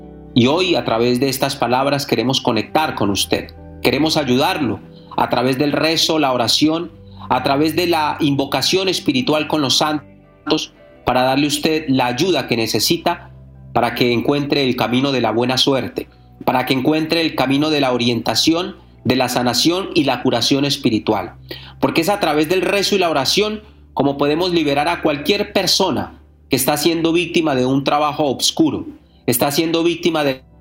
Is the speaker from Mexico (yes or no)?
yes; Catemaco, Veracruz, Mexico